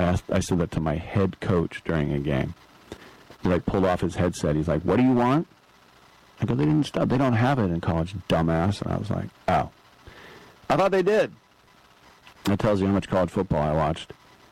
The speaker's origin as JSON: {"language": "English", "town": "Berkeley", "region": "California", "country": "United States", "tie": "born or raised there", "said": "And most of it has to do with just growing up in the Berkeley area and seeing how pathetic Cal is year in and year out."}